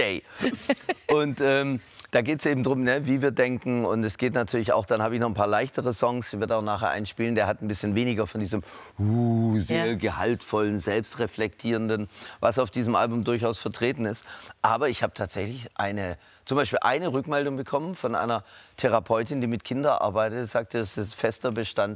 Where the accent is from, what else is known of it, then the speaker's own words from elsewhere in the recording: Swabia, Germany; Ich bin Schwabe.